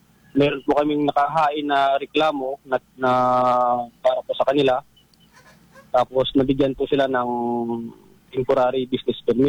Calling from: El Nido, Mimaropa, Philippines; dito po sa amin sa Nakpan

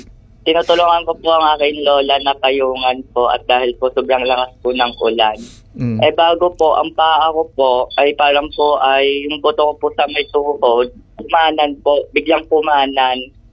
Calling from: Batangas, Calabarzon, Philippines; Batangas po.

